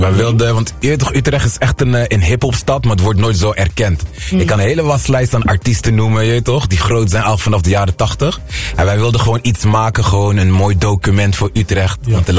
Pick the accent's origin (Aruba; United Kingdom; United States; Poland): Aruba; born there